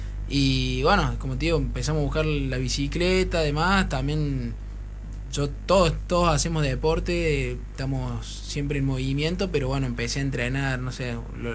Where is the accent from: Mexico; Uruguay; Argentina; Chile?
Argentina; soy Argentina